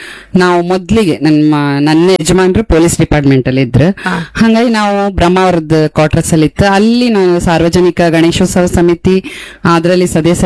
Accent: Raichur, Karnataka, India; now in Kota, India; ನಾವು ಹುಟ್ಟಿ ಬೆಳೆದಿದ್ದೆಲ್ಲ ರಾಯಚೂರು, ಮದುವೆ ಆಗಿ ಬಂದಿದ್ ವಾಪಸ್ ಬೈಂದೂರ್ಗೆ, ಆಮೇಲೆ ಮತ್ತೆ ನಾವು ಇಲ್ಲೇ ಇದ್ದಿದ್ದೀಗ ಕೋಟಕ್ಕೆ ಬಂದದ್ದು.

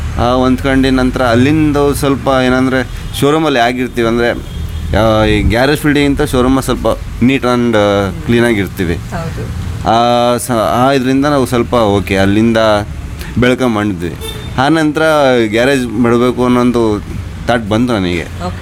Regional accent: Shivamogga, Karnataka, India; Madam, ನಾವು total ಶಿವಮೊಗ್ಗನೇ. Shivamogga ಬಿಟ್ಟು ಎಲ್ಲೂ ಹೋಗೇ ಇಲ್ಲ. ಶಿವಮೊಗ್ಗದಲ್ಲಿ ಇಲ್ಲೇ ಹುಟ್ಟಿದ್ದು ಬೆಳೆದಿದ್ದು

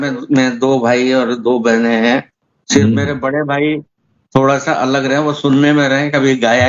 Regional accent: Kota, Rajasthan, India; मैं जहाँ से बिलोंग करता हूँ, लाड़पुरा से, लाड़पुरा कोटा से

